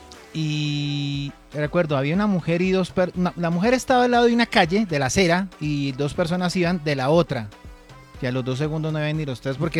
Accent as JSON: {"language": "Spanish", "country": "Colombia", "said": "Nos toca obviamente como colombianos"}